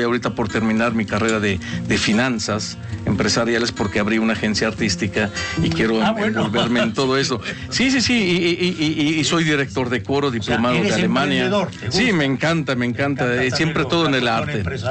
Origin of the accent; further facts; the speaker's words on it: Mexico; si yo soy mexicano